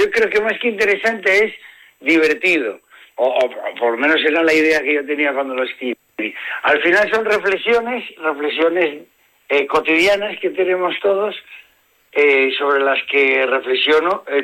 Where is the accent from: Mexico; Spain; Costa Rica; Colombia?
Spain; Asturias; accent: Asturian; aunque sea asturiano y hable con el acento asturiano